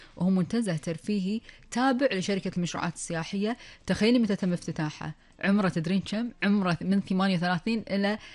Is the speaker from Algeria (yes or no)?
no; Kuwait; عن أجمل وأفضل وأسمى المعالم الكويتية في طبعا في ديرتنا الحبيبة الكويت.